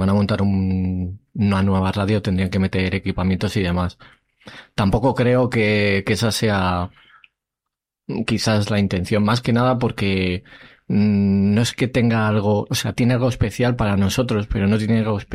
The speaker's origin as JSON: {"language": "Spanish", "town": "Leganés", "region": "Community of Madrid", "country": "Spain", "said": "yo vengo de Leganés"}